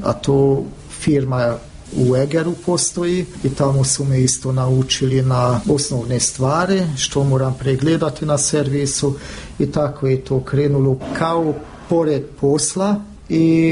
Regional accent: Burgenland, Austria; Sa Hrvatskom sam ja, zbog toga da sam gradišćanski Hrvat, hvala Bogu dosta dobro naučio hrvatski.

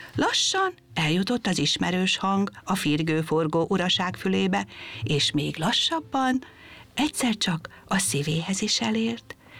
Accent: Kapuvár, Győr-Moson-Sopron, Hungary; és Kapuvárból jöttem.

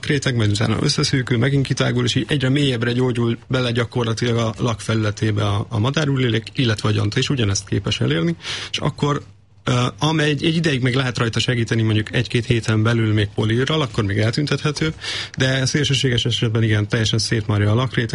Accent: Hungary; Nyilván magyarok vagyunk

